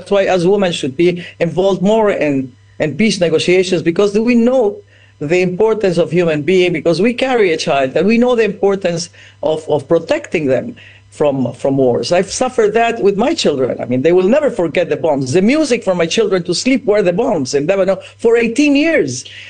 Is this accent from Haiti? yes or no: no; Ecuador; I was raised in Ecuador that Peru is my enemy.